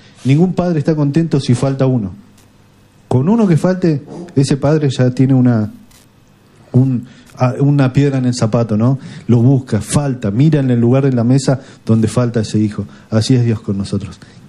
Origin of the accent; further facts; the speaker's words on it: Argentina; tenemos esa alegría como argentinos